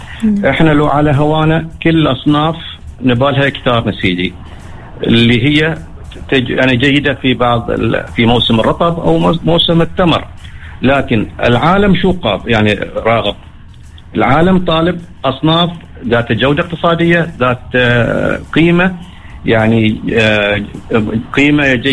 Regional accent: Oman; عندنا في عمان

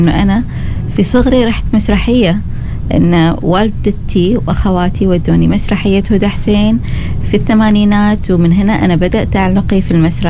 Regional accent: Oman; عندنا في عمان

